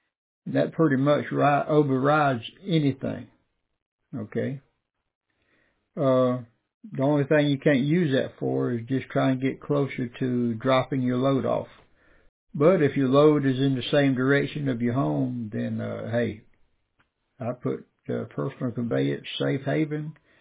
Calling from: Georgia, United States; in Georgia

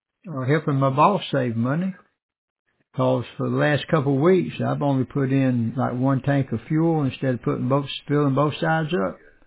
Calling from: Georgia, United States; in Georgia

